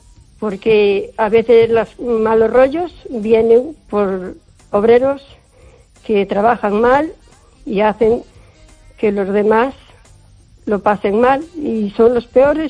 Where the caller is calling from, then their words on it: O Carballiño, Galicia, Spain; de Carballiño.